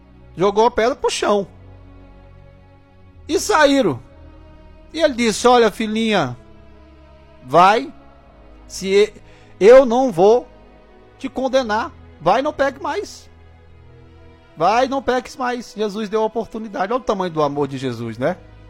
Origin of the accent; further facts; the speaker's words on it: Tocantins, Brazil; Falei igual mineiro agora, né? Apesar de ser goiano, né? Eu sou lá, eu sou do natural do Tocantins, né?